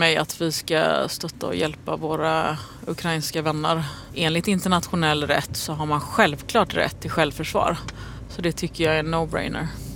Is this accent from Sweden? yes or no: yes; Gothenburg, Västra Götaland County, Sweden; accent: Gothenburg; Alltså att min göteborgska är